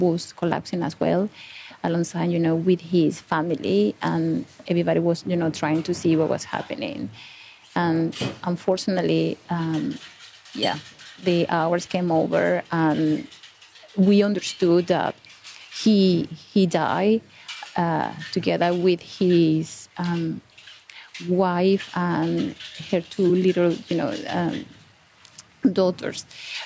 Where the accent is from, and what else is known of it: Caracas, Capital District, Venezuela; moved away